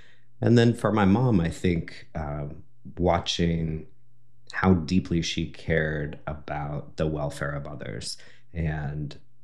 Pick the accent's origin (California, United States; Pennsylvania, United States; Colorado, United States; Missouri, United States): Colorado, United States; Littleton; moved away; I grew up in Littleton, Colorado, in many houses, probably seven different houses, but always in Littleton.